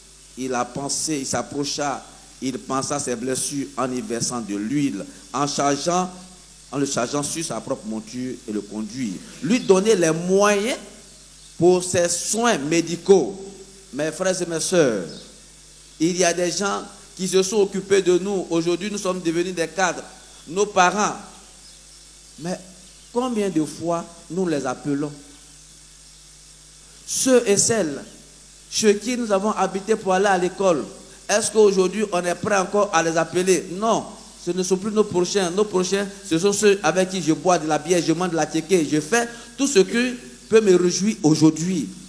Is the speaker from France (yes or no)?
no; Côte d’Ivoire; chez nous, en Côte d'Ivoire